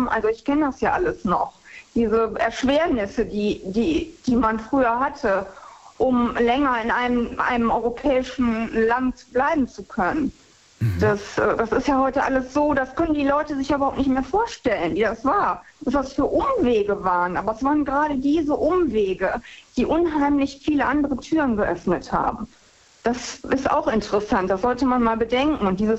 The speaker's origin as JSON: {"language": "German", "country": "Germany", "moved": "yes", "said": "Und ich war auch immer froh, wenn man mich im Ausland niemals als Deutsche identifiziert hat und immer, Amerikanerin oder Holländerin oder irgendwas."}